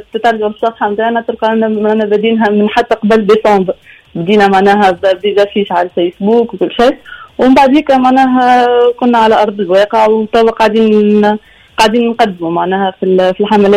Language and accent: Arabic; Tunisia; عندنا في حمامات في نابل في بنزرت